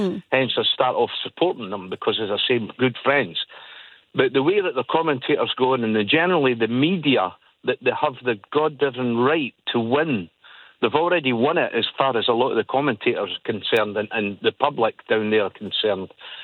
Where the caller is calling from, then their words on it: Edinburgh, Scotland, United Kingdom; as you can hear from my voice, I'm Edinburgh. I'm very Scottish. My wife's English, and my two grandfathers were from the London area.